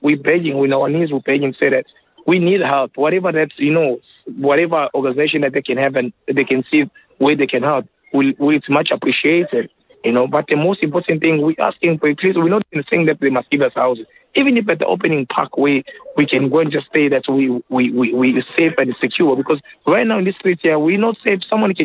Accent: DR Congo; I'm from Congo. So some of us are in our country, there's still war that is going on.

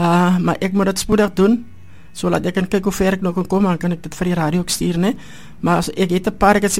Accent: Mossel Bay, Western Cape, South Africa; Ek is van Mosselbaai.

